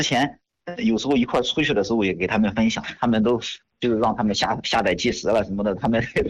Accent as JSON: {"language": "Chinese", "town": "Xintai", "region": "Shandong", "country": "China", "tie": "born or raised there", "moved": "as an adult", "lives_now": "Shijiazhuang, China", "said": "老家是山东的，在石家庄十多年了"}